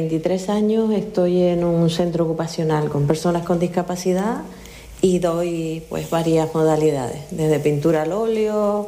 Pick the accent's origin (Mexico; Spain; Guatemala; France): Spain; Icod de los Vinos, Canary Islands; Sí, yo pasé toda mi infancia en Santa Bárbara, en Icod de los Vinos. Pues soy la mayor de cuatro hermanos, una familia muy humilde